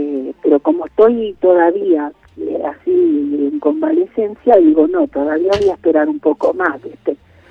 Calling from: Bernal, Buenos Aires Province, Argentina; soy de Bernal.

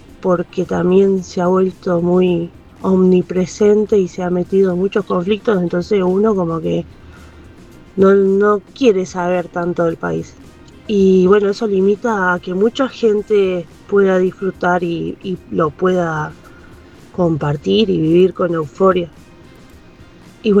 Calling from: Argentina; vieron cómo somos los argentinos, nos gusta estar en grupo.

